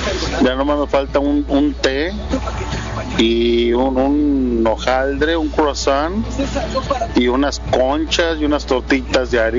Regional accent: Mexico; no hombre, ya se me olvidó el inglés. Mejor me sigo siendo mexicano.

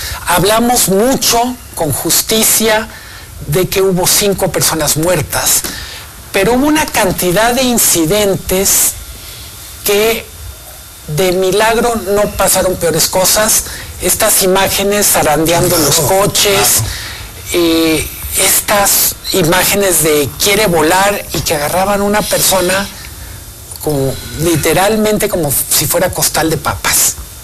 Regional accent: Guadalajara, Jalisco, Mexico; Soy de Guadalajara

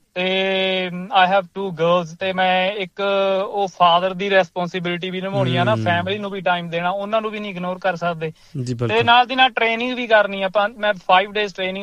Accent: Ludhiana district, Punjab, India; moved away as an adult; also born or lived in Canada; now in Melbourne, Australia; ਮੈਂ ਪੰਜਾਬ ਤੋਂ ਜੀ, ਲੁਧਿਆਣਾ ਡਿਸਟ੍ਰਿਕਟ ਤੋਂ, ਇੱਕ ਛੋਟਾ ਜਿਹਾ ਪਿੰਡ ਆ ਸੋਮਲਖੇੜੀ, ਰਾੜਾ ਸਾਹਿਬ ਤੇ ਮਲੇਰਕੋਟਲੇ ਦੇ ਕੋਲ ਪੈਂਦਾ ਇਹ, ਤੇ ਮੈਂ ਉੱਥੇ ਦਾ ਬੋਰਨ ਆ। ਮੇਰੀ ਸਾਰੀ ਸਟੱਡੀ ਇੰਡੀਆ ਦੀ ਹੈ

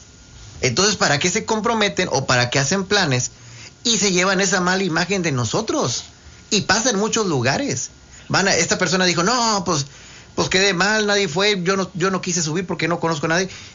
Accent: Mexico; como mexicanos tenemos que volver a confirmar ese sí

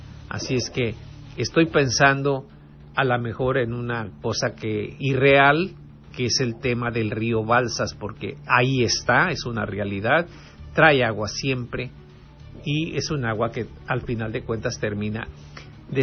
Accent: Vallecito de Zaragoza, Guerrero, Mexico; muy cerca de mi pueblo, que es Vallecito de Zaragoza

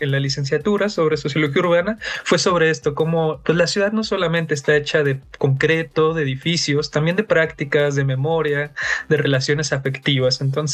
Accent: Michoacán, Mexico; moved away as an adult; now in Mexico City, Mexico; porque soy de fuera también, ahora ya muy achilangado, pero soy de Michoacán

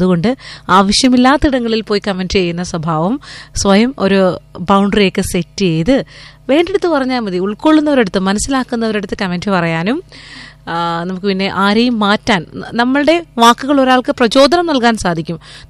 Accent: Karunagappally, Kerala, India; നമ്മൾ കരുതാപ്പള്ളിക്കാരുടെ ഒരു പ്രത്യേകത

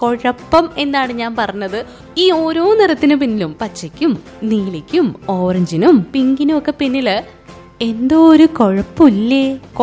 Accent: Kerala, India; നമ്മൾ മലയാളികളെ ദിവസവും രാവിലെ കടയിൽ ചെന്ന് പറയുന്ന ഒരു രഹസ്യ ഭാഷയുണ്ട്.

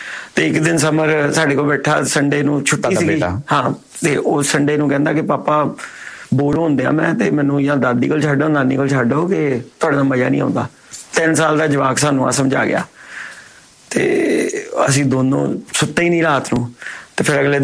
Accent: Chandigarh, India; moved away as an adult; also born or lived in Hisar / Adelaide; now in Melbourne, Australia; ਪਰ ਮੇਰੀ ਜੰਮਪਲ ਚੰਡੀਗੜ੍ਹ ਦੀ

